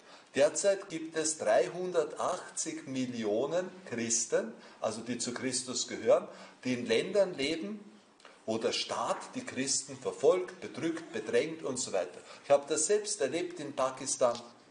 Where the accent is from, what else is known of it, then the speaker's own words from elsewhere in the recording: Austria; das liegt bei uns im Osten, Richtung Bratislava, aber noch in Österreich